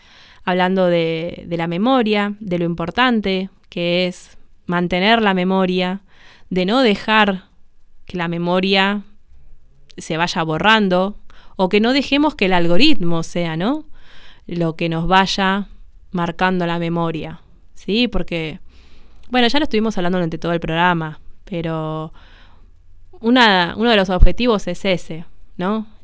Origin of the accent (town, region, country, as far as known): Argentina